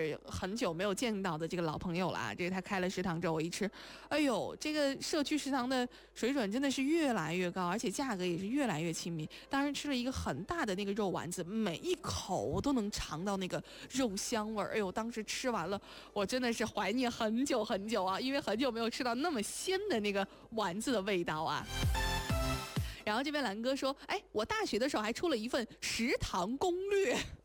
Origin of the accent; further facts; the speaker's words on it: Houma, Shanxi, China; moved away; 因为我的家乡嘛，这个在山西侯马，所以侯马的那个地方其实基本上是没有方言的，就是我跟我的父母在说话的时候就没有太固定的那个调啊，就是我跟我父母在说话用的就是普通话